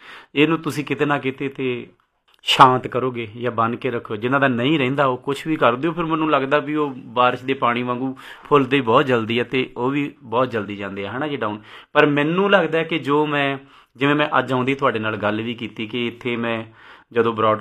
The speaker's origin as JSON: {"language": "Punjabi", "region": "Punjab", "country": "India", "said": "ਮੈਂ ਤਰਨ ਤਾਰਨ ਜ਼ਿਲ੍ਹੇ ਦਾ, ਉਹ ਬਿਲਕੁਲ ਬਾਰਡਰ 'ਤੇ ਸਾਡਾ ਪਿੰਡ ਆ"}